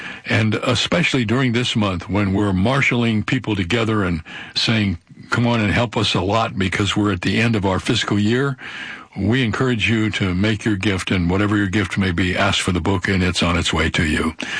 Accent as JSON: {"language": "English", "region": "Ohio", "country": "United States", "tie": "born or raised there"}